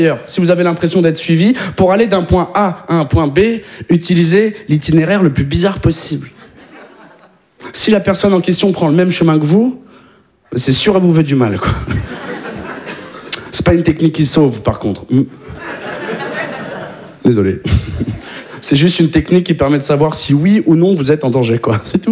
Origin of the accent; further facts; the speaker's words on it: Occitanie, France; now in Paris, France; Je viens de la campagne toulousaine, moi. J'ai jamais vraiment été confronté à un vrai danger. Aujourd'hui, j'habite à Barbès.